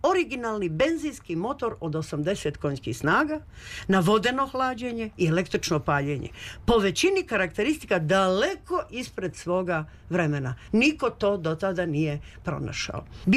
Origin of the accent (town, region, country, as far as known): Serbia